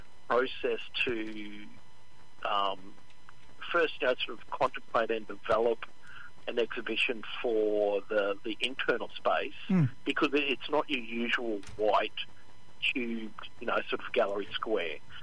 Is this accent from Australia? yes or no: yes; Queensland, Australia; Well, I grew up on First Island, family from Moa Island, up in Torres Straits